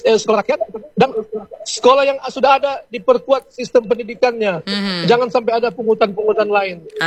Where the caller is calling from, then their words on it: Indonesia; Di Batungkas, di desa saya ada satu sekolah rakyat sementara dibangun